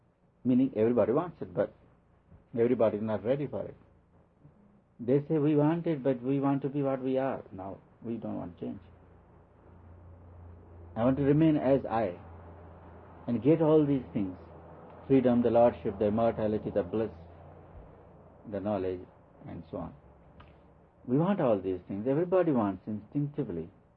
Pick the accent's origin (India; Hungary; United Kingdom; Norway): India; now in United States; Not because I'm Indian. I think I'm as good an Indian as I'm good American.